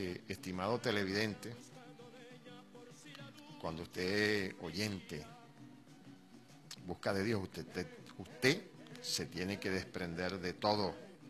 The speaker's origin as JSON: {"language": "Spanish", "town": "Cantaura", "region": "Anzoátegui", "country": "Venezuela", "tie": "born or raised there", "said": "allá en mi pueblo, en Cantaura, en Chamariapa, donde nací hace 61 años."}